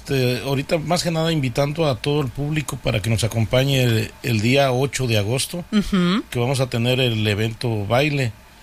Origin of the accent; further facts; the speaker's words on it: Santa María Tindú, Oaxaca, Mexico; Somos de Santa María Tindú.